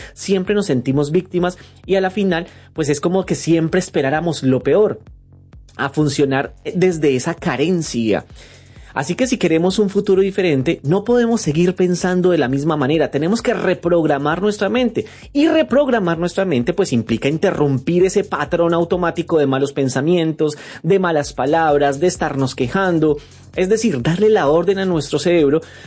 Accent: Colombia; como decimos en Colombia, echando carreta, dando lora

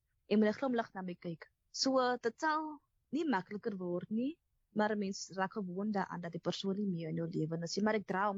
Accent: Atlantis, Western Cape, South Africa; ek is van Atlantis, ek bly in Island Place, ek bly in die Kort.

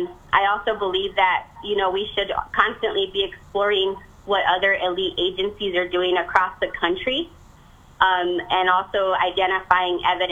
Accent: Dona Ana, New Mexico, United States; I grew up here in Doniana. This is my home, and I really care deeply about where we are headed.

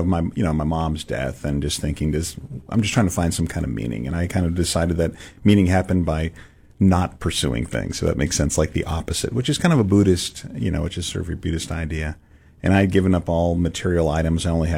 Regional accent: San Francisco, California, United States; And part of it is I'm growing up in San Francisco, so it's not like you're not in the middle of church culture.

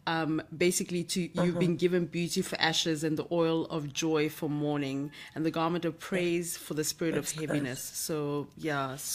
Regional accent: Uganda; now in Ghana; I'm in, pardon, I'm from Uganda, but I'm in Ghana.

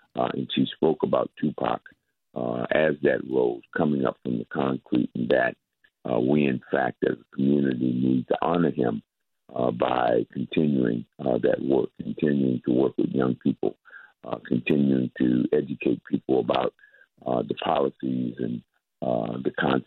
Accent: Washington, District of Columbia, United States; the same communities that I was raised up here in Washington, D.C.

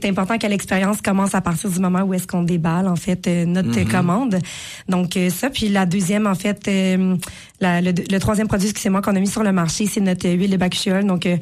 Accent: Lavaltrie, Quebec, Canada; moi, je suis native de Valtrie. Donc, j'ai une attache particulière pour la Valtrie.

